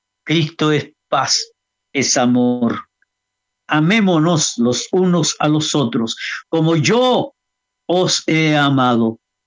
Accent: Chile; yo pertenezco como chileno, como sudamericano, como latinoamericano.

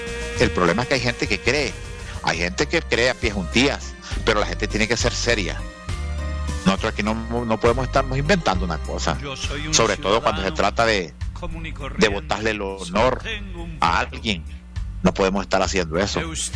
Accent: Honduras; Hay cosas que yo como hondureño no estoy de acuerdo con el presidente.

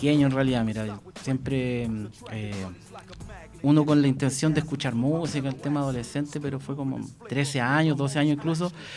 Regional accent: Rancagua, O'Higgins, Chile; Tengo 38 años y soy de Rancagua actualmente. Y siempre he sido acá de la Secta Región. Tuve una oportunidad de vivir en otras regiones por temas de estudio

